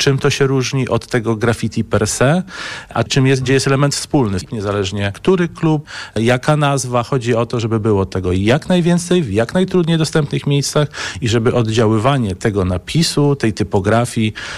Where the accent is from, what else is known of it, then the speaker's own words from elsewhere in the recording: Lublin, Lublin Voivodeship, Poland; Pochodzę z Lublina.